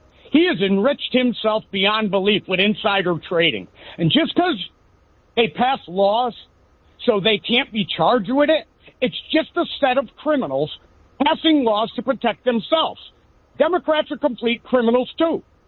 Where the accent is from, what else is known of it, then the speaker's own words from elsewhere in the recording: New York, United States; also born or lived in Connecticut; I grew up in New York and Connecticut.